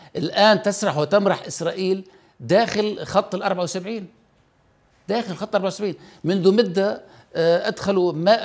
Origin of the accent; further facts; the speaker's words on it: As-Suwayda Governorate, Syria; أنا قريتي نصفها مسيحيون ونصفها الآخر دروز، تم نبش مقبرة المسيحيين في قرية الصور الكبيرة، وهي جارة لقرية حمزة،